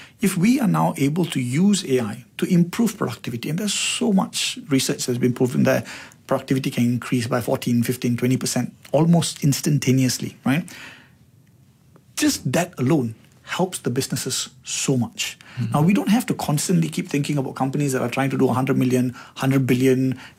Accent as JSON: {"language": "English", "town": "Kuantan", "region": "Pahang", "country": "Malaysia", "tie": "born or raised there", "said": "Kuantan, my hometown."}